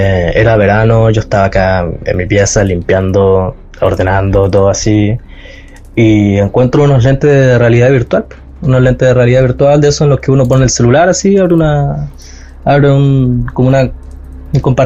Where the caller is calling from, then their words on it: Iquique, Tarapacá, Chile; nosotros somos de Iquique.